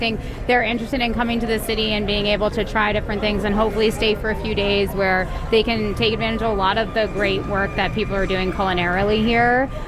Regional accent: Swampscott, Massachusetts, United States; I'm originally from Swampscott, we moved back in 2013

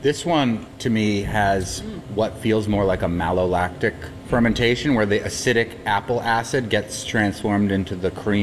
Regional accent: Boston, Massachusetts, United States; I'm from Boston!

